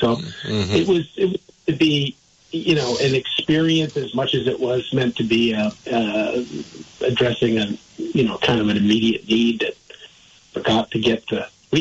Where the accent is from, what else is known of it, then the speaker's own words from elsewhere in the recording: Vermont, United States; also born or lived in Massachusetts; When I grew up in Vermont, I wanted to go to college in Vermont